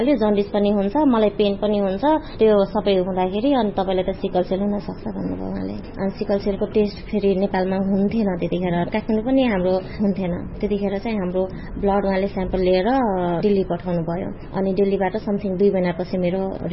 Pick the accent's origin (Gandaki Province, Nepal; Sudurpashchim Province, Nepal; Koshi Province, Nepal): Sudurpashchim Province, Nepal; moved away as an adult; now in Tikapur, Nepal; म चाहिँ टिकापुर नगरपालिका 7 नम्बरमा बस्छु, तर मेरो घर जानकी गाउँपालिकामा पर्छ। कामकै सिलसिलामा हामी चाहिँ यतै बसिराखेको छौँ